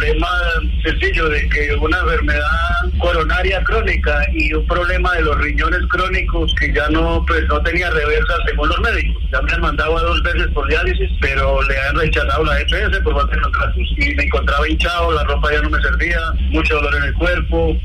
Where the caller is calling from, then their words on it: Medellín, Antioquia, Colombia; De aquí en Medellín, de parte de Manrique Lacruz.